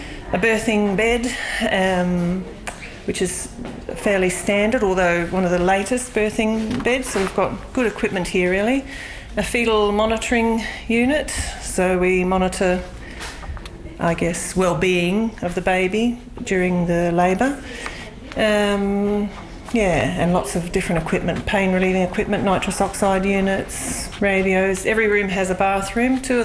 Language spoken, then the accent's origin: English; Mount Gambier, South Australia, Australia; I'm from Mount Gambier, so there is a nursing